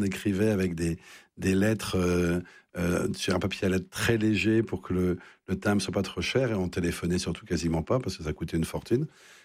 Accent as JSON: {"language": "French", "town": "Paris", "region": "Île-de-France", "country": "France", "lives_now": "Lille, France", "said": "Je suis un Parisien indécrottable. J'ai vécu 54 ans à Paris. J'imaginais pas qu'on puisse respirer de l'oxygène ailleurs."}